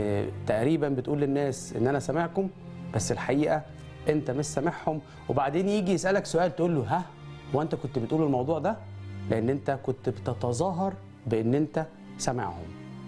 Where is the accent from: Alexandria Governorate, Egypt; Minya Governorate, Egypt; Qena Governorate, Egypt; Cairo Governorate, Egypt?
Alexandria Governorate, Egypt; Alexandria; رحت اسكندريه، وانت عارف انا لما رحت اسكندريه اساسا، لان انا اصلا من اسكندريه.